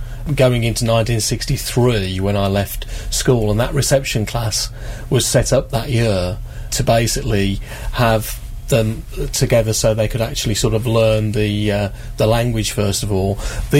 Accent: Birmingham, West Midlands, United Kingdom; I was at Bolton Road Primary School in Handsworth

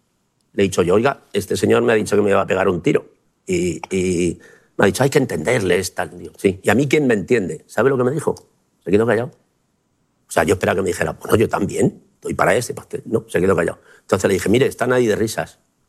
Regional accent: Community of Madrid, Spain; yo vengo de ese, en ese barrio de prosperidad, que era un barrio muy tranquilo

